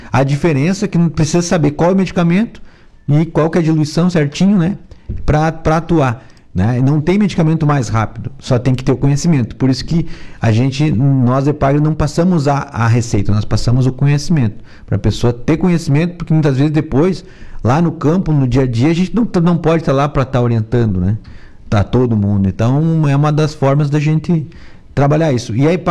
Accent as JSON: {"language": "Portuguese", "region": "Rio Grande do Sul", "country": "Brazil", "moved": "yes", "lives_now": "Santa Catarina, Brazil", "said": "Eu sou gaúcho, né?"}